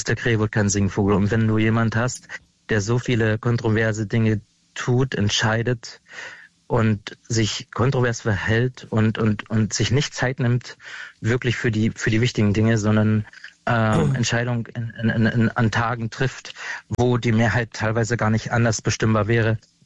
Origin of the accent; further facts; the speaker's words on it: eastern Germany, Germany; moved away; ich komme ja aus dem Osten, ich komme ja genau aus dieser Region